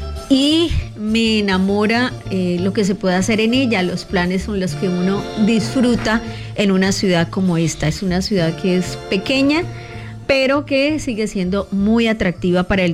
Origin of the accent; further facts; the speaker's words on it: Colombia; nosotros como colombianos